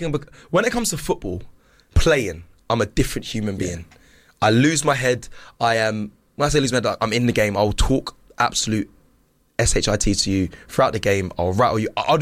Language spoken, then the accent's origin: English; London, United Kingdom; born there; now in Surrey, United Kingdom; I was born in South London, where Arsenal actually started.